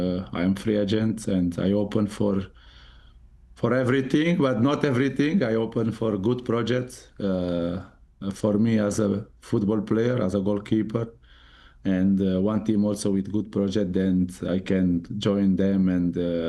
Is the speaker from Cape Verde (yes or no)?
yes; Cape Verde; we used to say we are from Cape Verde, but or Cabo Verde